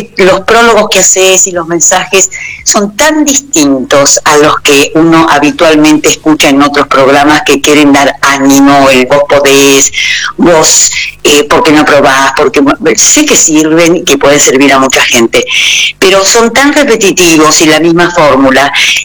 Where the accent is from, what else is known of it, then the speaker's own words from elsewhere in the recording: Lomas de Zamora, Buenos Aires Province, Argentina; Soy de Lomas de Zamora.